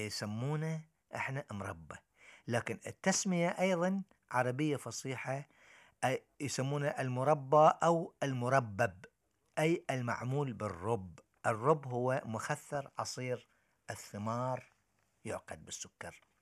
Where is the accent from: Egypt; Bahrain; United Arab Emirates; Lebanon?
Bahrain